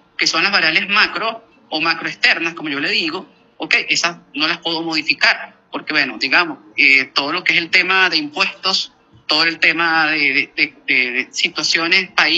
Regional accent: Venezuela; Nosotros, como venezolanos, a pesar de que, y lo tengo que decir

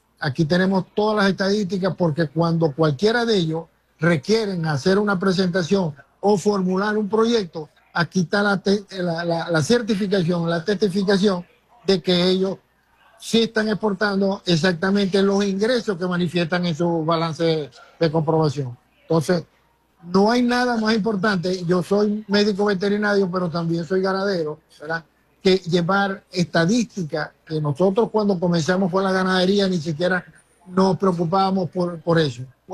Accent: Venezuela; todos somos venezolanos

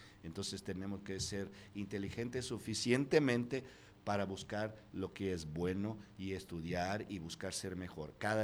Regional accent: Brazil; soy el maestro brasileño que más dirigido fuera de Brasil en la historia

